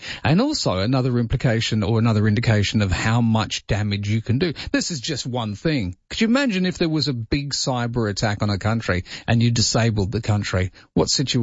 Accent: England, United Kingdom; So, as an Englishman, I figured that if there's anything that happens on the field, like, for example, a red card, well, we'll just get the king to ring the head of FIFA

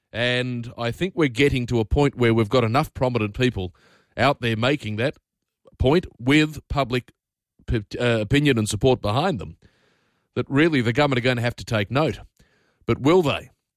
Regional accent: Sydney, New South Wales, Australia; I grew up on Sydney tap water all my life, and I think it's a pretty good drop.

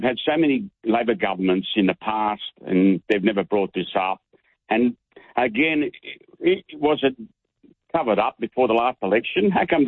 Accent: Mosman, New South Wales, Australia; I grew up in Mossman

